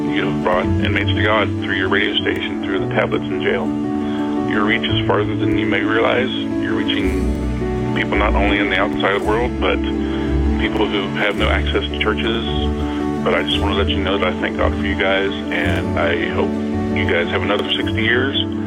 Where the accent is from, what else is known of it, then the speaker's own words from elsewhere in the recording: Sacramento, California, United States; I'm from Sacramento.